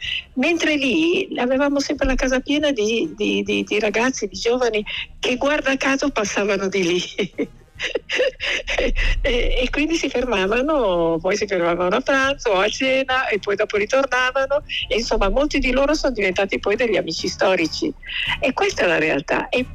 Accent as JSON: {"language": "Italian", "region": "Lombardy", "country": "Italy", "tie": "born there", "also_born_or_lived": "Milan / Sardinia", "moved": "as an adult", "said": "sono nata fuori Milano e anch'io ho avuto quella libertà da bambina che non avrei avuto a Milano, poi i miei si sono ritrasferiti"}